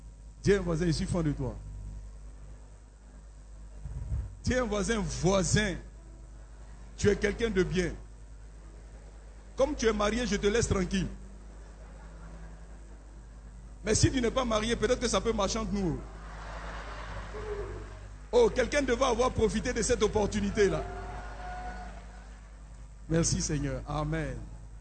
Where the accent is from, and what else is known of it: Abidjan, Côte d’Ivoire; accent: language of Yopougon